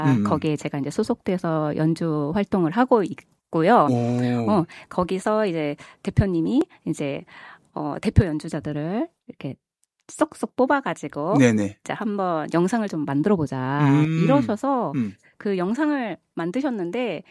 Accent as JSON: {"language": "Korean", "region": "Seoul", "country": "South Korea", "also_born_or_lived": "Mokpo", "moved": "as an adult", "lives_now": "Jeonju, South Korea", "said": "저는 서울에서 왔습니다"}